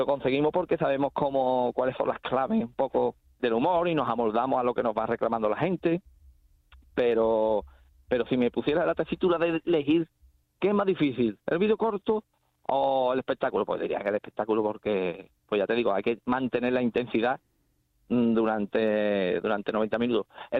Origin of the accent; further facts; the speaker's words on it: Cádiz, Andalusia, Spain; como somos de Cádiz, estamos al lado